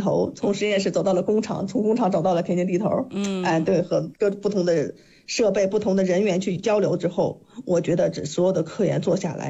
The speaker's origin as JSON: {"language": "Chinese", "region": "Shanxi", "country": "China", "said": "我的父母觉得农业非常好，因为我是山西人，他觉得山西农大"}